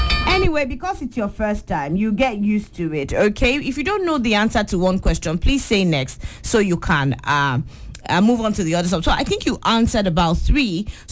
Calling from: Ibadan, Oyo, Nigeria; of course, I am 6 years old, and I'm calling from Premier Hill, Mokola, Ibadan.

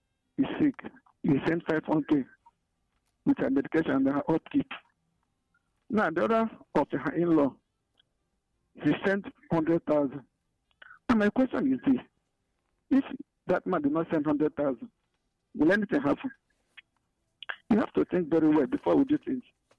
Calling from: Abakaliki, Nigeria; I'm calling from Abakba.

